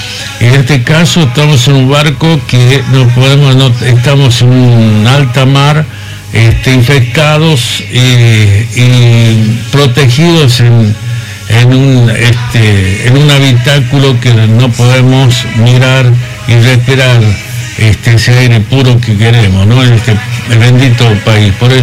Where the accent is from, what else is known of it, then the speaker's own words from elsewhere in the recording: Argentina; podamos seguir adelante como argentinos